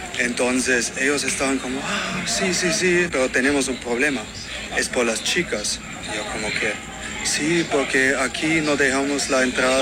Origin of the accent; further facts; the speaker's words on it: Medellín, Antioquia, Colombia; Nosotros somos de Medellín y son las novias de nosotros.